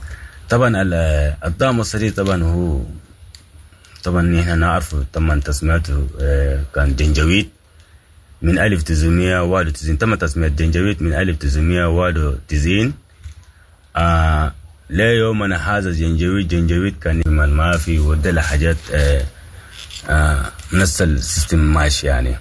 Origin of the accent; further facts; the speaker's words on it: Sudan; نعم نحن قاعدين نتابعوا كسودانيين وفقدنا الوطن نتالب عن قضايانا